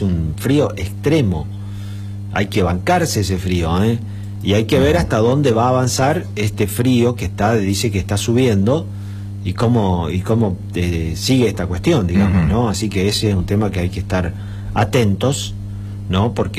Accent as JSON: {"language": "Spanish", "country": "Argentina"}